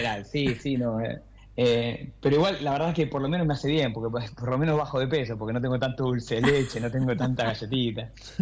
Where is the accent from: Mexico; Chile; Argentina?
Argentina; moved away as an adult; now in Texas, United States; no dejo de ser argentino